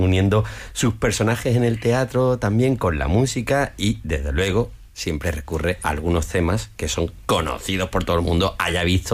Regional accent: Málaga, Andalusia, Spain; ¿Y eso que soy de Málaga?

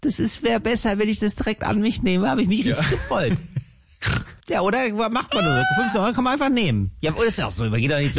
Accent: Duisburg, North Rhine-Westphalia, Germany; born there; ich bin ja in Duisburg geboren.

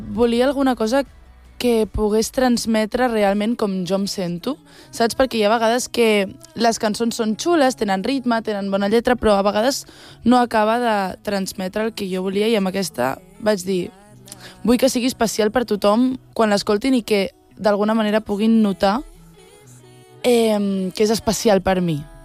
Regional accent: Lloret de Mar, Catalonia, Spain; first language Catalan; moved away as an adult; now in Barcelona, Spain; al meu poble, que és Lloret de Mar, que, clar, les dues som de Lloret, hem anat a l'institut juntes, tot juntes, i és com que ara estic a Barcelona, quasi no tinc temps d'anar a Lloret

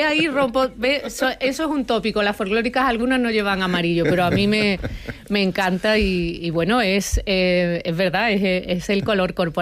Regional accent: Andalusia, Spain; Yo como buena andaluza y manchega por parte de madre, siempre he vivido la fe como una tradición.

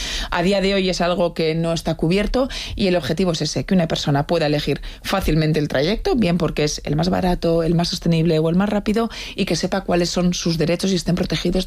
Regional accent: Bilbao, Basque Country, Spain; y yo que soy de Bilbao, pues ayer mismo también en el Arenal, una zona muy muy céntrica

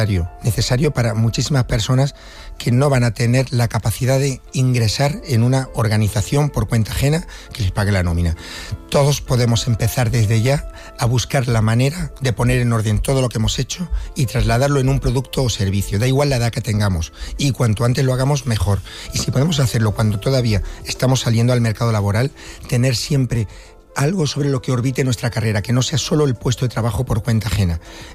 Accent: Spain

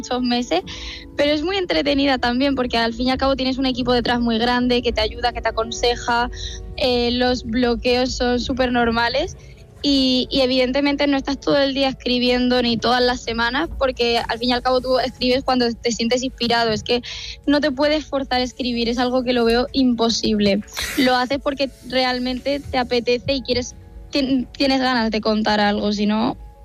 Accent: Murcia, Region of Murcia, Spain

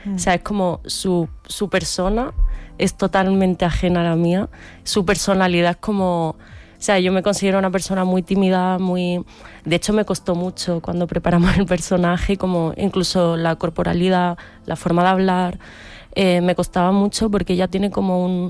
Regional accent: Tetouan, Tanger-Tetouan-Al Hoceima, Morocco; yo soy de Tetuán, ¿no? Pero mi madre es de La Línea, ¿no? Y yo vengo a España y he venido desde pequeña.

